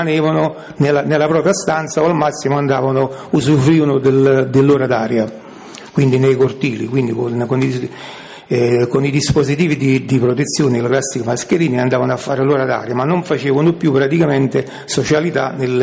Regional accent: Cellole, Campania, Italy; Innanzitutto perché io sono di Cellole, quindi sarebbe 15 chilometri.

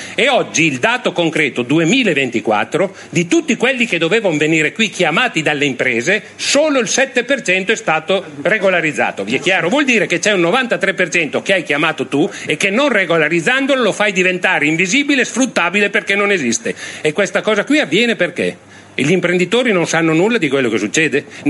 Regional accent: Reggio Emilia, Emilia-Romagna, Italy; io vengo da Reggio Emilia

